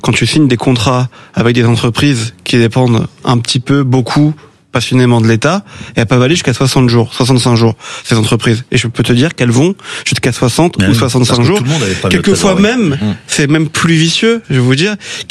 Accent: Auvergne-Rhône-Alpes, France; je suis originaire de Haute-Savoie. J'habite juste à côté de l'autoroute Blanche, donc c'est l'autoroute avec les camions qui passent sous le tunnel du Mont-Blanc.

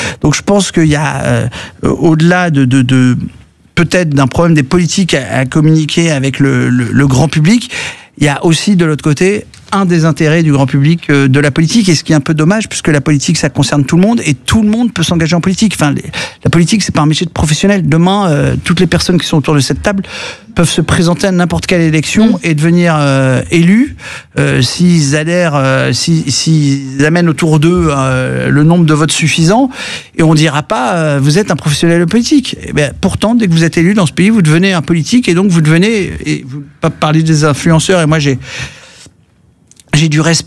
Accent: Hauts-de-France, France; Et moi, je viens du bassin minier du Pas-de-Calais.

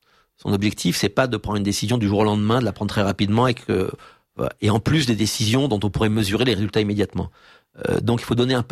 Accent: France; en tant que Français de l'étranger, c'est un sujet qui nous concerne.

